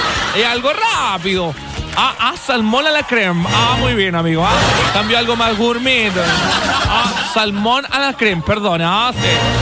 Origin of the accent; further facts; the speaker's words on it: Valdivia, Los Ríos, Chile; Sí, yo soy valdiviano, amigo. Soy de Valdivia. Valdiviano.